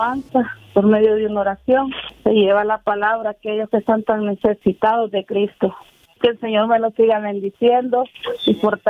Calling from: Louisiana, United States; De aquí de Bocio, Luciana.

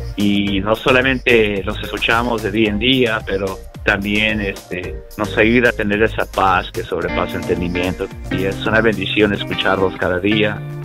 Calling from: Llano, California, United States; nosotros estamos en un centro de rehabilitación que se llama Jerusalén, en Llano, California.

